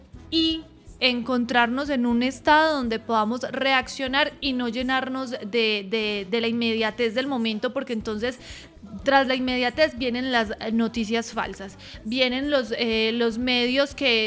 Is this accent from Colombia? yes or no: yes; Colombia; hoy somos todos colombianos.